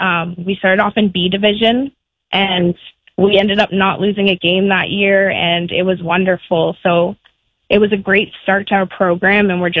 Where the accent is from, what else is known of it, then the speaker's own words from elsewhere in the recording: Ottawa, Ontario, Canada; I started off very young. I grew up in Orleans.